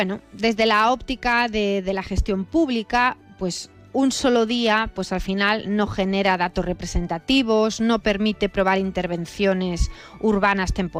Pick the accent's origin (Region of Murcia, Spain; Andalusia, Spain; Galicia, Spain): Galicia, Spain; moved away as an adult; now in Catalonia, Spain; gallega, ingeniera de caminos por la Universidad de La Coruña